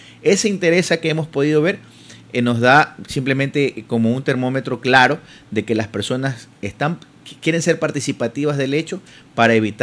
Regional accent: Quinindé, Esmeraldas, Ecuador; now in Muisne, Ecuador; Yo soy de Quinindé.

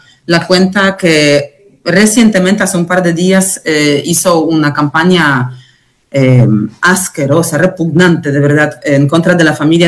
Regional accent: Montañita, Santa Elena, Ecuador; moved away; cuando en marzo tuve que salir de Montañita, salir de mi pueblo, de nuestra zona

